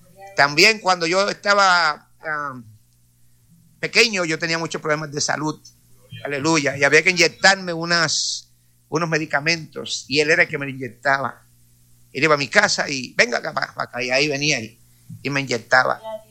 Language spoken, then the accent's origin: Spanish; Corozal, Puerto Rico; un alcalde de Corozal de mi pueblo